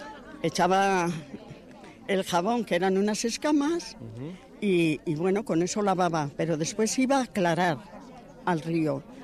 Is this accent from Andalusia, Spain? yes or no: no; Arrasate, Basque Country, Spain; moved away as an adult; soy de Arrasate.